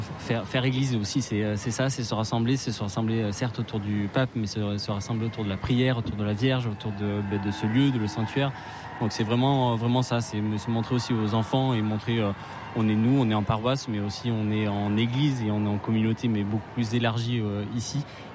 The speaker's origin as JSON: {"language": "French", "town": "Nantes", "region": "Pays de la Loire", "country": "France", "said": "On vient de Nantes."}